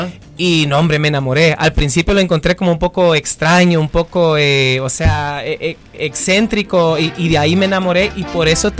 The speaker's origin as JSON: {"language": "Spanish", "country": "El Salvador", "lives_now": "Cali, Colombia", "said": "yo soy el salsero salvadoreño"}